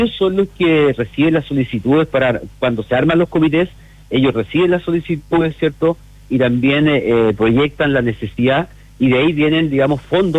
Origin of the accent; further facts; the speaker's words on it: Lonquimay, Araucanía, Chile; Yo soy de Lonquimay.